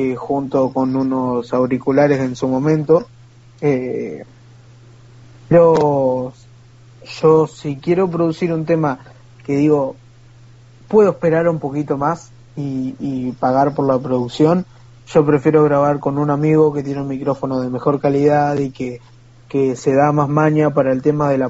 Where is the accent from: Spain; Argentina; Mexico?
Argentina; Buenos Aires; Actualmente tengo 19 años y soy de Buenos Aires, Argentina.